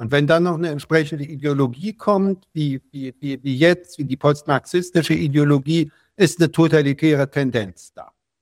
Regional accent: Berlin, Germany; born or raised there

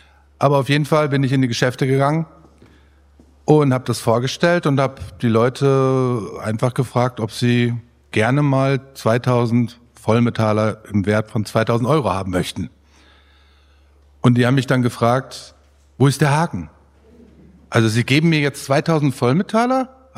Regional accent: Hagen, North Rhine-Westphalia, Germany; born or raised there

